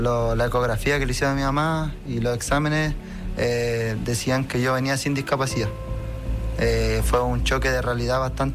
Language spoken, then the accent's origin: Spanish; Puente Alto, Santiago Metropolitan Region, Chile; also born or lived in Providencia; siempre he vivido en Puente Alto.